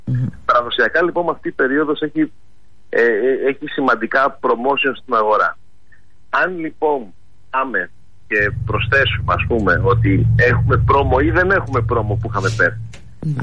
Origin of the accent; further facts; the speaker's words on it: Greece; Εμείς εδώ στην Ελλάδα